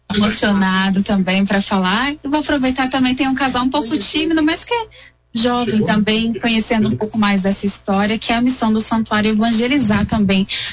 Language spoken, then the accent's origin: Portuguese; Aparecida, São Paulo, Brazil; eu sou aqui de Aparecida, trabalho aqui na Rádio Aparecida